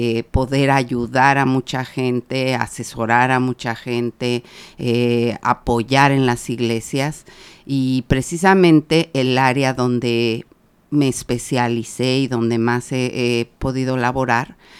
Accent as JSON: {"language": "Spanish", "region": "Mexico City", "country": "Mexico", "tie": "born there", "said": "Somos ahí de la Ciudad de México, ahí nos conocimos, ahí nacimos."}